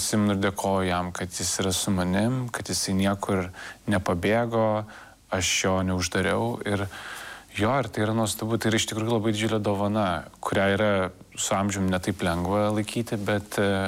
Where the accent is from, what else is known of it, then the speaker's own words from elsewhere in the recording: Vilnius, Vilnius County, Lithuania; born there; kad aš gimiau Lietuvoje, kad aš gimiau Pašilaičių rajone.